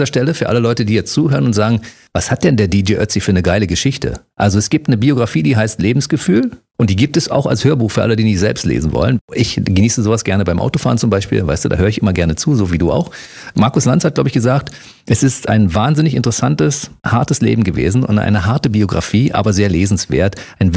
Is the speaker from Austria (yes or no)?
yes; Austria; ich sage immer als Österreicher